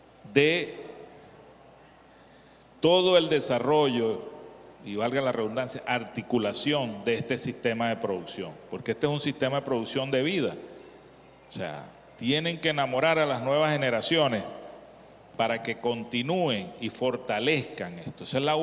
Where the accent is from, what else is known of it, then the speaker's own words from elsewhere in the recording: Venezuela; Se los digo como venezolano, que también somos productores de cacao